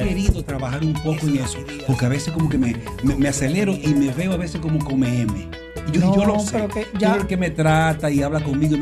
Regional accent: Guananico, Puerto Plata, Dominican Republic; born there; also born or lived in Santiago de los Caballeros, Dominican Republic; yo siempre venía cada 3 meses de Guananico para Santiago, siempre

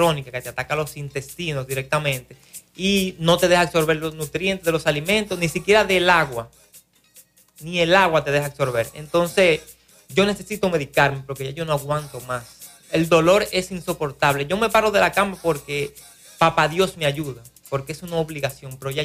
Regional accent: Moca, Espaillat, Dominican Republic; yo soy de aquí de Moca, de Hincha

